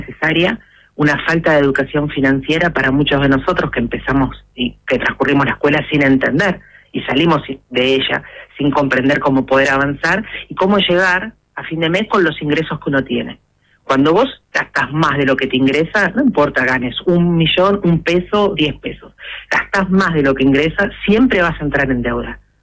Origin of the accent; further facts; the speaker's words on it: Argentina; el gran desafío que tenemos como argentinos